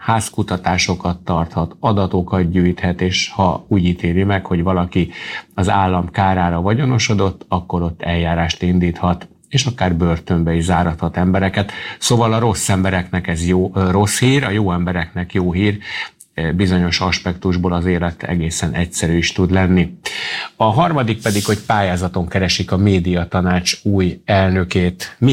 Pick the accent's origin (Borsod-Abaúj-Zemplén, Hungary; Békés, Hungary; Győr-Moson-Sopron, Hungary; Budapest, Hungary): Budapest, Hungary; Egyébként ott nőttem fel, valóban az Orbágyi út beletorkolik az Istenhegyibe.